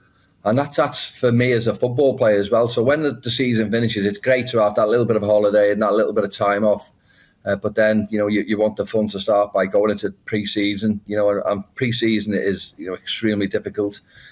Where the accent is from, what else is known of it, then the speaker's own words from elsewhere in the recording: Liverpool, North West England, United Kingdom; I'm from Liverpool, home